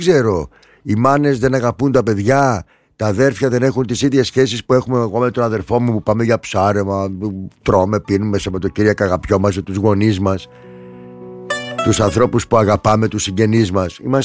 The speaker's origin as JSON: {"language": "Greek", "country": "Greece", "tie": "born there", "said": "γεννήθηκα στην Ελλάδα"}